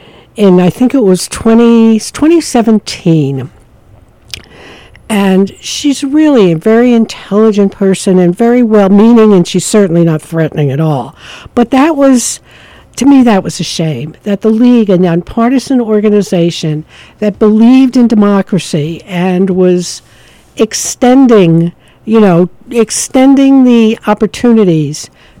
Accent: Long Island, New York, United States; at Hofstra College, which is near where I grew up on Long Island.

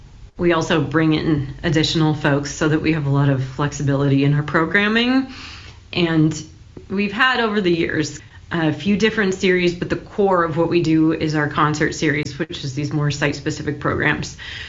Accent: Portland, Oregon, United States; I grew up here in the Portland, Oregon area

